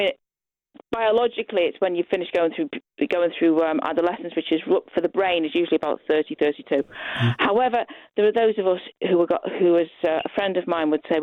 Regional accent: Liverpool, North West England, United Kingdom; I'm from Liverpool and we are a bit suspicious bunch at the best of times.

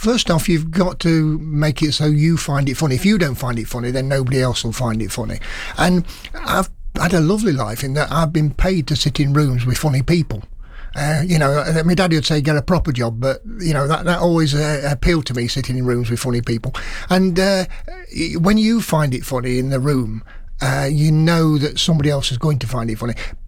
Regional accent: Nottingham, East Midlands, United Kingdom; born there; also born or lived in Bilborough; I was born in St Anne's, and I used to go to the library there.

